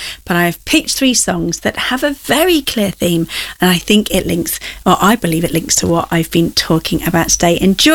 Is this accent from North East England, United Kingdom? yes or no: no; Ashby-de-la-Zouch, East Midlands, United Kingdom; here in my hometown in Ashby